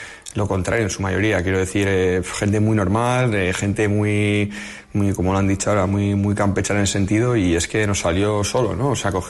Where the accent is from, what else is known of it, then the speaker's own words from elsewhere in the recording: San Sebastián, Basque Country, Spain; yo soy un chaval de San Sebastián, ¿no? De Donosti, muy chaval muy normal, ¿no?